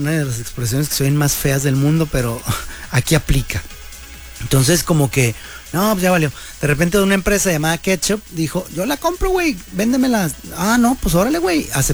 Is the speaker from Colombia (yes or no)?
no; Mexico; nuestro deber como mexicanos